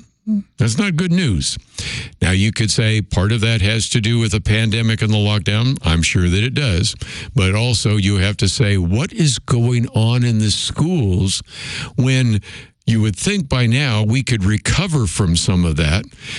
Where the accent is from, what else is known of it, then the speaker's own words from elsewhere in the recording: California, United States; and I grew up in the Bay Area, so I know this only so well